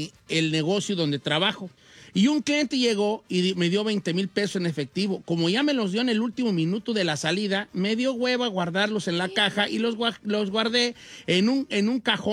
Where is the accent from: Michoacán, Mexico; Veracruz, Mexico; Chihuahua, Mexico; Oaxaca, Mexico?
Michoacán, Mexico; Yo soy de Michoacán.